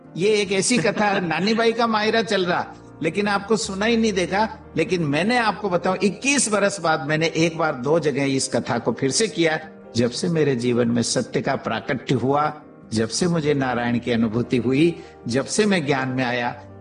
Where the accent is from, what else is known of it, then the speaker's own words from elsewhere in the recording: Hamirgarh, Rajasthan, India; राजस्थान में एक भीलवाड़ा जिला है, उसके पास 18 किलोमीटर के पास मेरा एक गांव है हमीरगढ़।